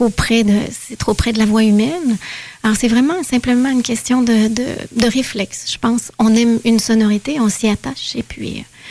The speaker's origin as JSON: {"language": "French", "town": "Quebec City", "region": "Quebec", "country": "Canada", "said": "Oui, tout à fait."}